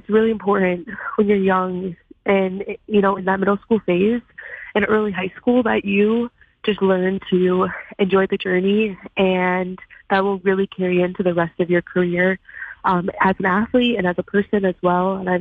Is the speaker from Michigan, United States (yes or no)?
yes; Michigan, United States; It means a lot to me to represent my home state, especially in a sport that is not a primary sport in the state of Michigan